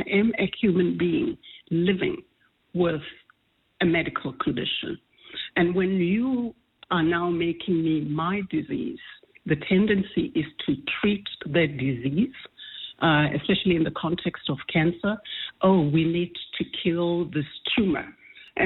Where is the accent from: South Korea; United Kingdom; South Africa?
South Africa; We are South African, and we love this notion of ubuntu, batubili.